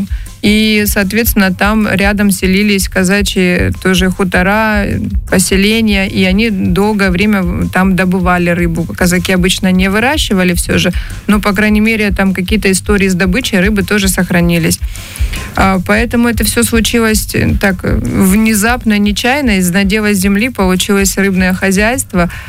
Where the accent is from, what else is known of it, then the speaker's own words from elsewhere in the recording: Krasnodar Krai, Russia; я как потомственная казачка хочу открыть глубинку Кубани.